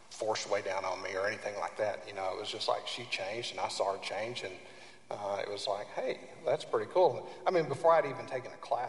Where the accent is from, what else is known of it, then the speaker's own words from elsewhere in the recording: Oklahoma, United States; so I'm originally from Oklahoma, and we went home to see my family and my uncle